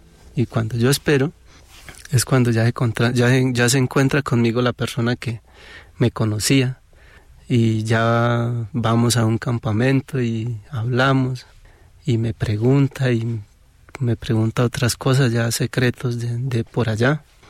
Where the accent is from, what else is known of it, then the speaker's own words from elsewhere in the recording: Amazonas, Colombia; moved away; él conoce mi pueblo, él conoce mi corregimiento, él estuvo en Puerto Arica.